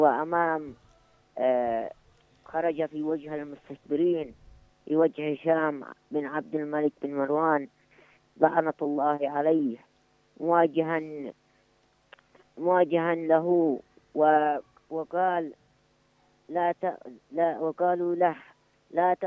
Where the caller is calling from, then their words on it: Yemen; نحن شعب يمني قوي